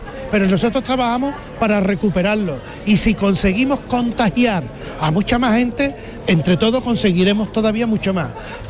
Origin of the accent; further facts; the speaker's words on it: Seville, Andalusia, Spain; simplemente somos sevillanos enamorados en esta ciudad